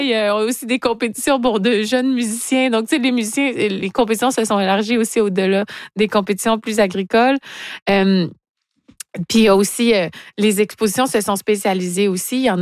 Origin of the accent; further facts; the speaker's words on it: Rimouski, Quebec, Canada; Les Kay Days, je parlais, qui m'ont donné l'idée à Edmonton en 1872 et Rimouski, hein, ma terre natale, en 1888.